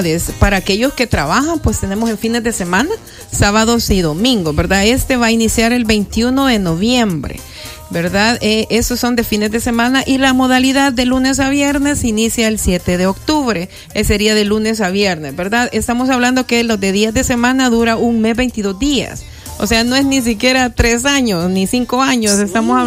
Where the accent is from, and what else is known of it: El Salvador